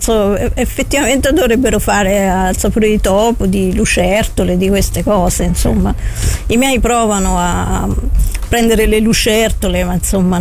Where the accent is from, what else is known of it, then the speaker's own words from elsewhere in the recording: Orvieto, Umbria, Italy; moved away; also born or lived in Perugia; io ho vissuto tanti anni a Perugia, ma essendo di Orvieto la targa è TR